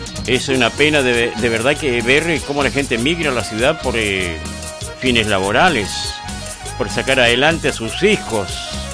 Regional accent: Arica, Arica y Parinacota, Chile; ni nosotros como ariqueños, como chilenos

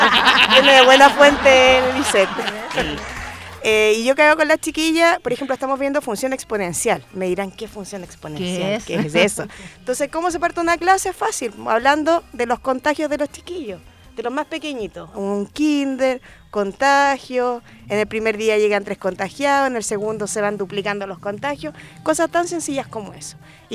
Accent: Iquique, Tarapacá, Chile; yo soy de Iquique, originaria de Iquique, tierra de campeones, por supuesto.

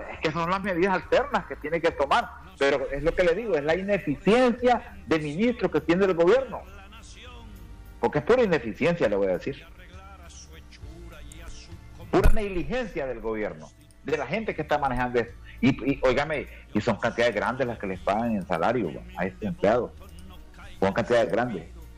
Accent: Honduras; yo como hondureño

